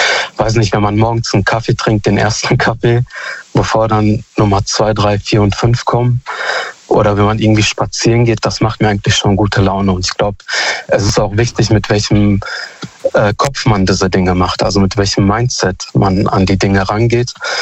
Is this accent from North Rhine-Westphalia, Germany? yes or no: yes; Hamm, North Rhine-Westphalia, Germany; ich komme aus Hamm.